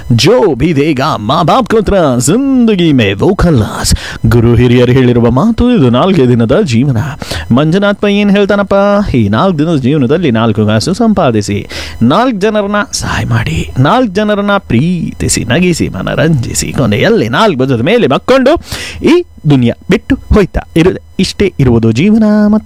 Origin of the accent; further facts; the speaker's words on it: Belagavi, Karnataka, India; ಈಗ ನೀರಿನ ಸಮಸ್ಯೆ ಇಡೀ ನಮ್ಮ ಕುಂದಾನಗರಿ ಬೆಳಗಾವಿಗೆ ಬಂದಿದೆ.